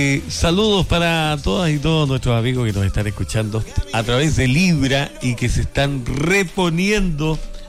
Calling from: Quillota, Valparaíso, Chile; en Quillota, en el sector donde vivo. Yo vivo en Boco, Quebrada del Ají, Julio Pizarro.

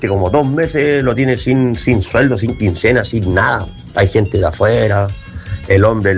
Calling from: Chile; nosotros como chilenos, nosotros vinimos a trabajar acá

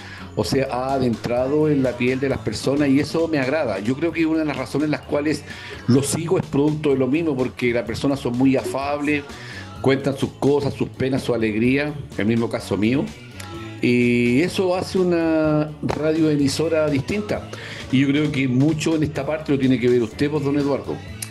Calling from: Viña del Mar, Valparaíso, Chile; yo soy de Viña

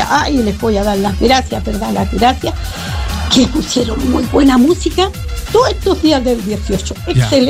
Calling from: Viña del Mar, Valparaíso, Chile; de Viña del Mar.

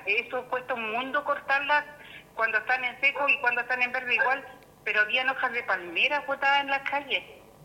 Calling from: Tiltil, Santiago Metropolitan Region, Chile; Soy de Tiltil.

